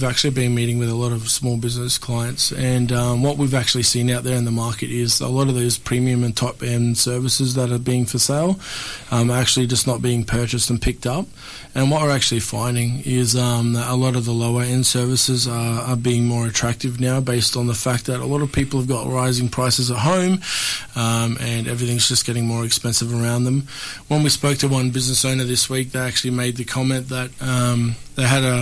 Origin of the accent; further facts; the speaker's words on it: Queensland, Australia; moved away as an adult; now in George Town, Australia; I'm originally from Queensland. Came down a couple of years ago, about 5 years ago, down here to Tasmania